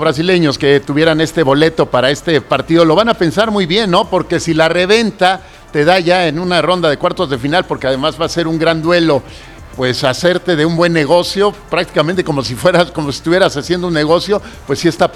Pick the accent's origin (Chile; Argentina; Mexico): Mexico; Sí, yo no pensaría, como mexicano hay que estar con Noruega